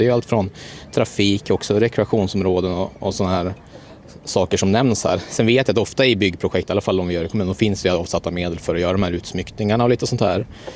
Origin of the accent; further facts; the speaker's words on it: Norrland, Sweden; now in Burlöv, Sweden; jag som inflyttad norrlänning, det går alltid att dra lite på munnen åt snöröjning i Skåne så. Men där skickar man inte ut folk på cyklar i januari, det gör vi här i Burlöv.